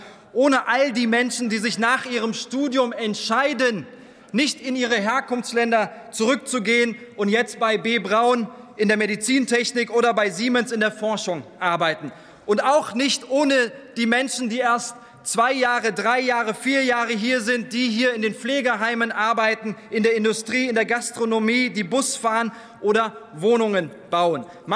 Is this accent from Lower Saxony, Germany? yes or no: no; Krefeld, North Rhine-Westphalia, Germany; ich komme ursprünglich aus Krefeld, dieses Land ist auch unser Land.